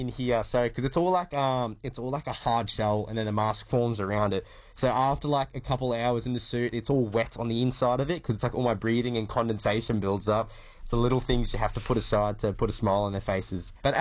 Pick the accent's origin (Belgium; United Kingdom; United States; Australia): Australia; Mackay, Queensland; my hometown of Mackay